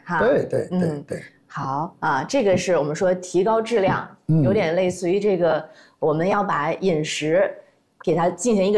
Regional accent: China; 我们中国人说"不时不食"

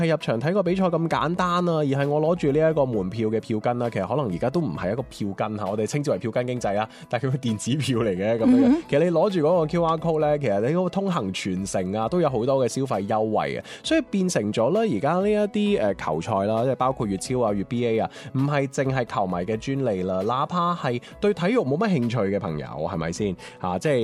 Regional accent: Guangzhou, Guangdong, China; 我系广州人

